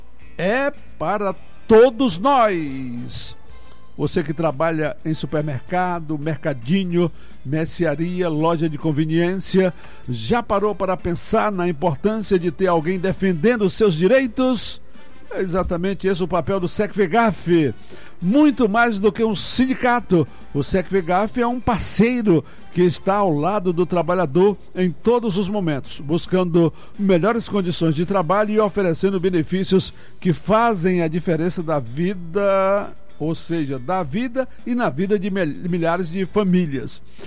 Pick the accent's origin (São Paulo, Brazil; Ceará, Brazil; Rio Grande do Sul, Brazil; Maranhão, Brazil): Ceará, Brazil; Santa Quitéria; Nós somos de São José do Frade, que é um distrito. Agora é Raimundo Martins, mas ele é um distrito de Santa Quitéria